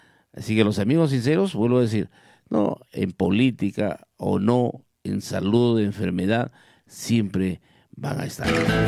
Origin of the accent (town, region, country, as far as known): Villa Rica, Pasco, Peru